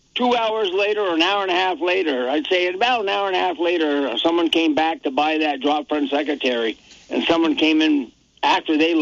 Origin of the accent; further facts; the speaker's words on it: Barre, Vermont, United States; And I'm a Barry boy. I was born in Vermont, and I believe in service 100%.